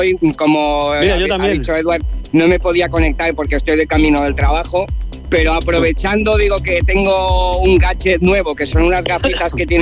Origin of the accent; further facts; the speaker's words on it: Catalonia, Spain; Como buen catalán que soy